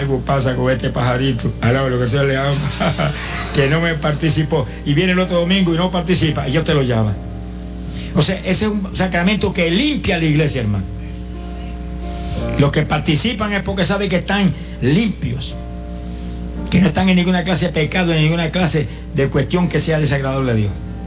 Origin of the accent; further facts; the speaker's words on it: Puerto Rico; en mi pueblo, allá en Camuel